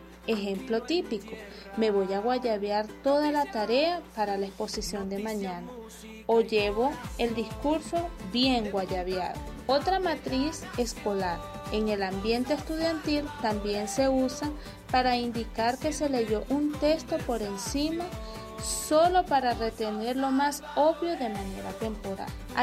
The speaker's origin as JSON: {"language": "Spanish", "country": "El Salvador", "said": "Es un orgullo como salvadoreños y como gobierno, el presidente Bukele, tener a El Salvador en el foco del mundo"}